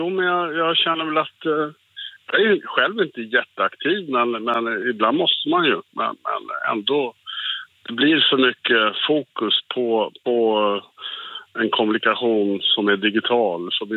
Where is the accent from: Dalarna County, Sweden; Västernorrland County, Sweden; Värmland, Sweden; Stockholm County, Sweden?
Stockholm County, Sweden; Stockholm; now in Västervik, Sweden; Jag är själv från Stockholm.